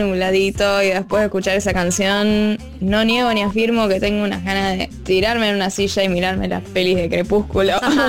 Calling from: Argentina; de Brazutei, estoy acá cocinando en casa.

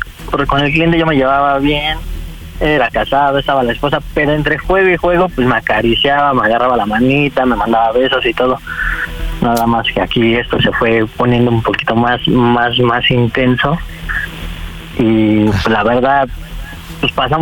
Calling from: Nezahualcóyotl, State of Mexico, Mexico; tengo 35 años y soy de la Nueva Chacualco.

